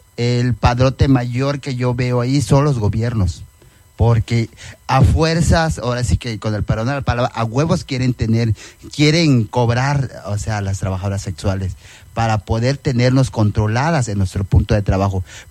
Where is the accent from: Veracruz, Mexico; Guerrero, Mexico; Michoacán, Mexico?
Guerrero, Mexico; Xochistlahuaca; Spanish is a second language; soy una mujer indígena, vengo del estado de Guerrero, la Costa Chica. Mi pueblito se llama Surja Namuzgo y en español es Sochiskauka.